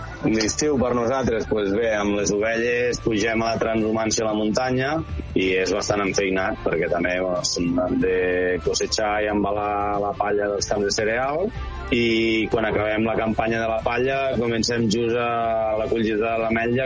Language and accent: Catalan; Vallbona de les Monges, Catalonia, Spain; de Cal Sileta, de Vallbona de les Monges, de la comarca de l'Urgell, a la província de Lleida.